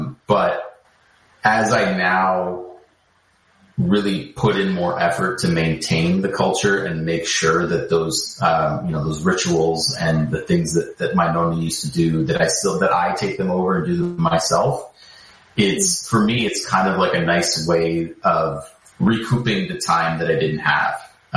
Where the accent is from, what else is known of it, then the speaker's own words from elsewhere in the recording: Toronto, Ontario, Canada; also born or lived in Montreal, Canada; I was born in Montreal, but I grew up in Toronto.